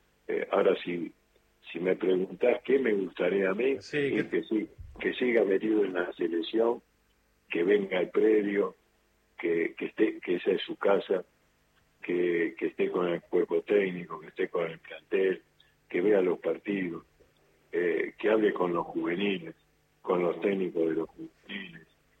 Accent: Buenos Aires, Argentina; No, digo, nací en el Pirovano, sí, siempre estuve en capital

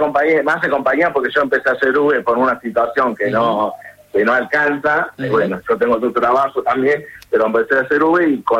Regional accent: Rafael Calzada, Buenos Aires Province, Argentina; De zona sur, Almirante Brón, Rafael Calzada.

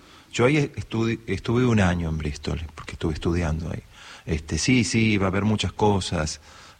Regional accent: Córdoba, Argentina; also born or lived in Buenos Aires / England; Nací acá, pero me crié en Córdoba. Y después, en la primera parte de los 90, estuve en Inglaterra.

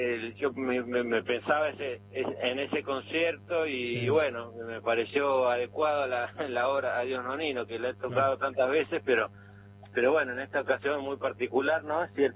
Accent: Buenos Aires, Argentina; moved away as an adult; also born or lived in Neuquén; now in San Juan, Argentina; yo soy de Buenos Aires, nacido y criado, sí. Me fui en el 2006 de la ciudad, sí. He vivido 3 años en Neuquén, capital, y desde el 2009 que estoy radicado acá en San Juan.

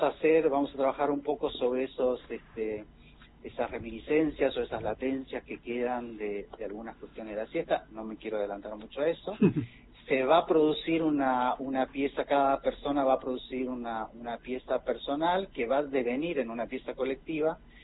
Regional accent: Paso de los Libres, Corrientes, Argentina; moved away as an adult; now in Buenos Aires, Argentina; en mi infancia y en mi adolescencia allá en Paso de los Libres.

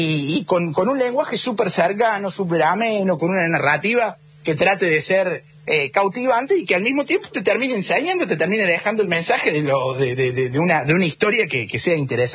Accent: Córdoba, Argentina; Sí, pero que los cordobeses tenemos ahí una rapidez, ¿viste?

